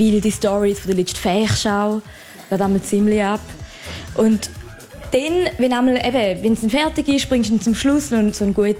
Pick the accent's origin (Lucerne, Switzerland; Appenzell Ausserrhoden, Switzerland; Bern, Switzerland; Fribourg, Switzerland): Appenzell Ausserrhoden, Switzerland; ich komme ja aus dem Appenzell Ausserrhoden.